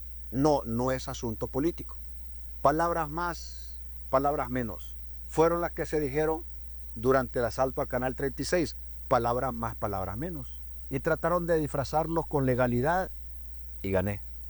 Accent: Honduras; Porque si como hondureños creemos que todo esto es un desastre, nos vamos a hundir.

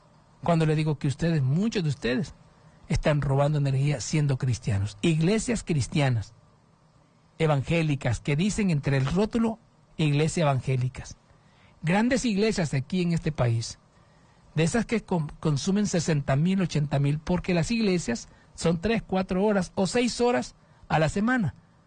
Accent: Honduras; es necesario que nosotros hagamos esta situación como hondureños, como personas que tengamos conciencia

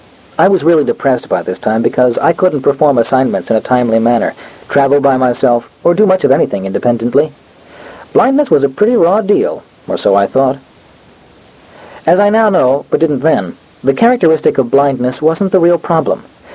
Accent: Cheltenham, Pennsylvania, United States; I grew up in Cheltenham, Pennsylvania, a suburb of Philadelphia.

